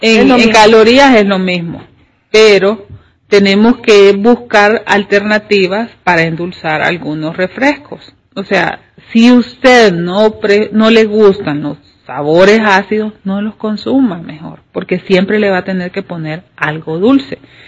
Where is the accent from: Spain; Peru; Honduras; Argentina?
Honduras; nosotros somos, los hondureños